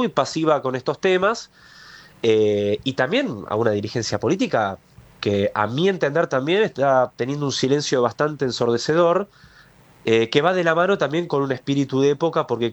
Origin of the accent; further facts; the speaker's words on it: Argentina; somos los argentinos de a pie lo que nos estamos defendiendo de un ataque deliberado